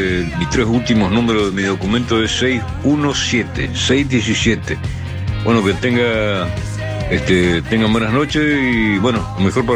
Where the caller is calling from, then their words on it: Corrientes, Argentina; del barrio Antártida Argentina, de Corrientes Capital.